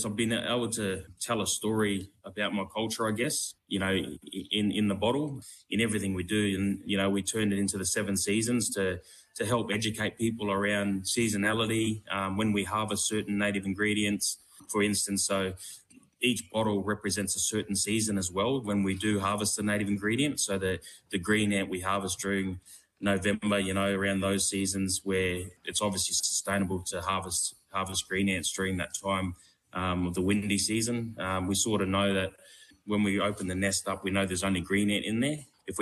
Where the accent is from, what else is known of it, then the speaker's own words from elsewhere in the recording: Darwin, Northern Territory, Australia; moved away; growing up in Darwin, you know, most Aboriginal families and Greeks, Italians, there's a lot of Greeks up there.